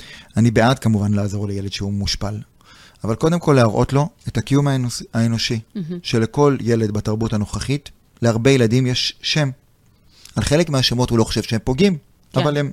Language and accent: Hebrew; Jerusalem, Jerusalem District, Israel; born or raised there